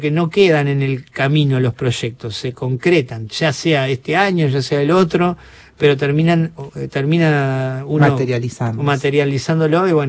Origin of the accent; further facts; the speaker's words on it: Colón, Entre Ríos, Argentina; porque soy de Colón y porque quería contar un poco eso